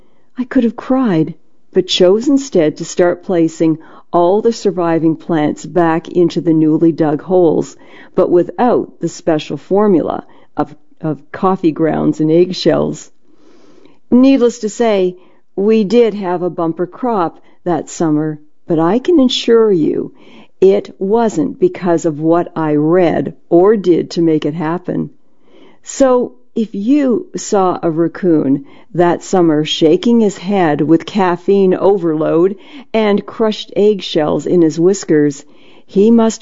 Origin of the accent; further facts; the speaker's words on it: Ontario, Canada; It first appeared in a local newspaper outside of the area where I grew up in Ontario, Canada